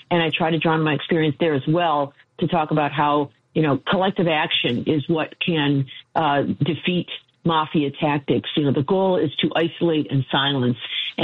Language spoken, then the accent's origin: English; Detroit, Michigan, United States; my hometown of Detroit